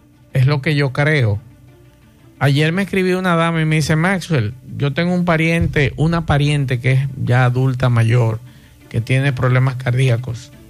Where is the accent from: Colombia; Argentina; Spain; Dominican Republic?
Dominican Republic; y yo como dominicano